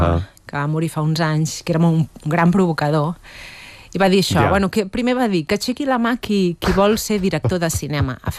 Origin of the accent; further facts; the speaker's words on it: Sant Fost de Campsentelles, Catalonia, Spain; vaig anar a la tele del meu poble, Sant Fost